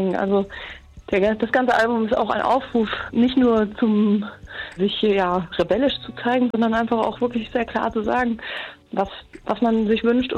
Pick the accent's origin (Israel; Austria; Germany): Germany; Hesse; Kommt aus meiner alten Heimat, aus Hessen.